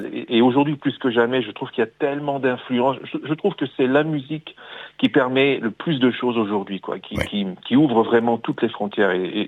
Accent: Grand Est, France; moi j'habite tout près de Metz, j'ai toujours vécu dans la région. Voilà, je suis un vrai Lorrain de naissance.

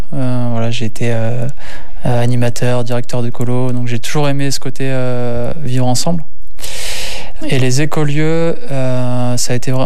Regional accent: Hauts-de-France, France; Ouais, donc effectivement j'ai grandi dans le Nord, mais un stage de fin d'études m'a amené à vivre en Charente

